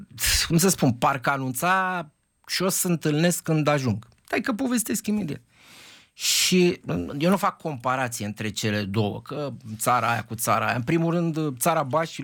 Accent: Romania

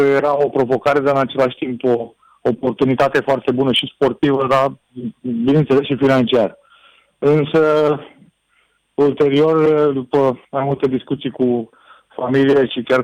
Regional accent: Romania; Și eu sunt format aici, am muncit aici, am crescut aici

